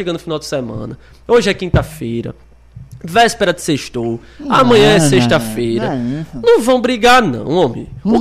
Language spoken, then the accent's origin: Portuguese; Brazil